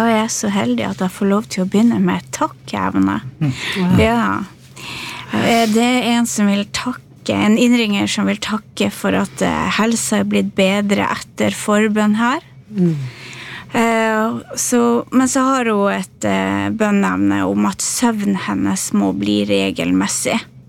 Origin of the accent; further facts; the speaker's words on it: Northern Norway, Norway; moved away as an adult; now in Våler, Norway; Ja, jeg kan si det at som dere hører på dialekten, så er jeg en dame fra Nord-Norge.